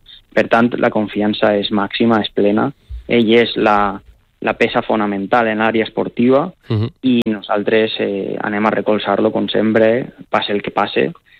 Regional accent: Alzira, Valencian Community, Spain; som els tres d'Alcira

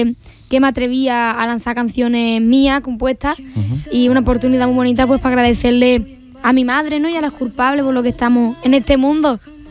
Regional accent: Seville, Andalusia, Spain; que tuve la oportunidad de compartirlo en mi tierra, en Sevilla

